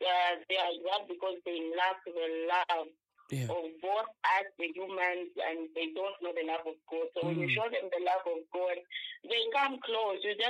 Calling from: Lusaka, Lusaka Province, Zambia; I'm calling you from Chibolia.

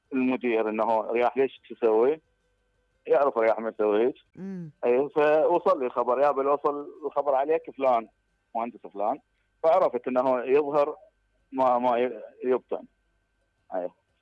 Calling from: Diwaniyah, Al-Qadisiyyah Governorate, Iraq

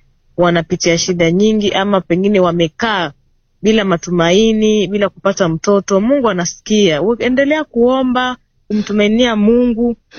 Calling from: Garsen, Tana River County, Kenya; Natokea Gariseni, eneo la Tana River, Tana Delta.

